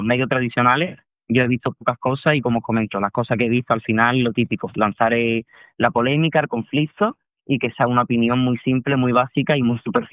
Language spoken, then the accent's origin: Spanish; Cádiz, Andalusia, Spain; yo soy de Cádiz